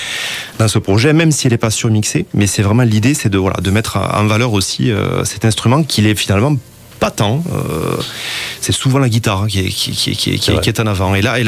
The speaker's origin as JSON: {"language": "French", "region": "Occitanie", "country": "France", "said": "Alors moi, je suis occitan. J'ai vécu d'Algers toute ma vie, même si j'ai pu travailler un petit peu ailleurs, bouger."}